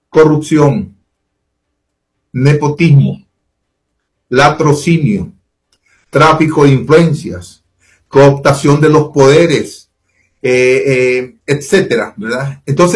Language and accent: Spanish; Nicaragua; born there; moved away; los que hemos salido de Nicaragua seguimos siendo nicaragüenses, porque ahí nacimos